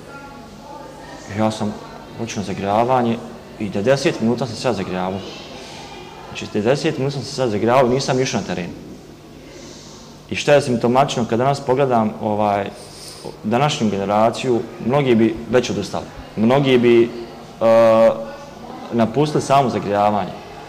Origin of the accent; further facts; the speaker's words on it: Ričice, Federation of Bosnia and Herzegovina, Bosnia & Herzegovina; Rahmetli Dido je prešao kasnije u Ričice i ja sam dosta djetinjstva provio u Ričicama.